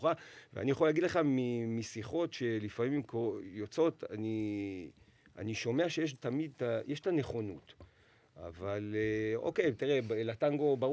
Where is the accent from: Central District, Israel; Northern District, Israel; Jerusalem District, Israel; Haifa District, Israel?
Jerusalem District, Israel; Jerusalem; את האמת אנחנו ירושלמים